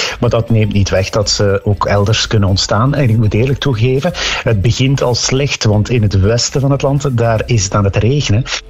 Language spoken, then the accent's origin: Dutch; Ghent, East Flanders, Belgium; Ik ben geboren en getogen in Gent.